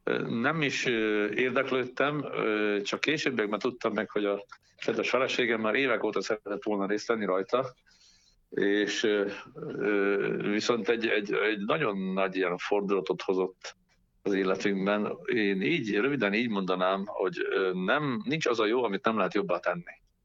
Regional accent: Slovakia; Hát mondom, persze, hát erről szól a magyarságunk, az identitástudatunk, hogy magyarok vagyunk, hát magyarul beszélünk otthon.

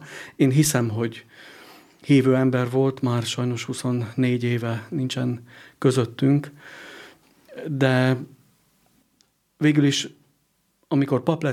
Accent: Szeleste, Vas, Hungary; Egy kis faluban nőttem föl, Vas megyében, Szelestén, és a családomról azt lehet tudni, hogy anyai oldalról vallásos, hagyományos hívő család

